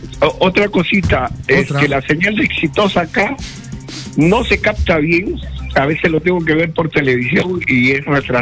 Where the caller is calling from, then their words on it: Chosica, Lima, Peru; yo soy contribuyente acá de Chosica.